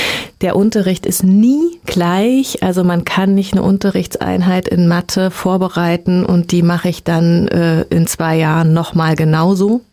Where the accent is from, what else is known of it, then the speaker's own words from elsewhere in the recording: Berlin, Germany; auch schon damals als Kind in Berlin in Wohnheim. Also ich bin quasi mit Menschen mit besonderen Fähigkeiten aufgewachsen.